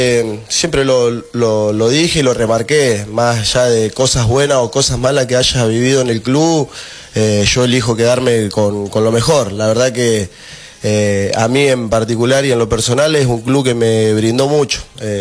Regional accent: Buenos Aires, Argentina; born there; moved away as an adult; Yo nací en Buenos Aires.

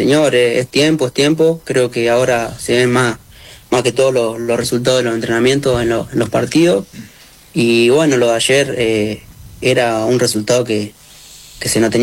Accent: Jovita, Córdoba, Argentina; born there; yo soy de Jovita, nací ahí.

